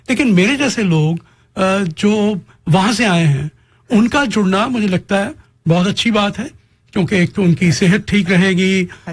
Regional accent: Amritsar, Punjab, India; now in Calgary, Canada; क्योंकि मैं कश्मीर से आता हूँ, मैं Kashmiri for that way, but born and brought up in Amritsar, तो मेरे में अमृतसर का वो जोश है

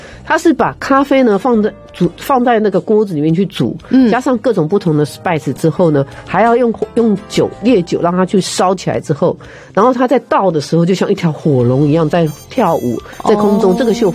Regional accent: China; 而且这是一个 blessing， 对我们中国人来说，飞龙在天的秀是多棒，

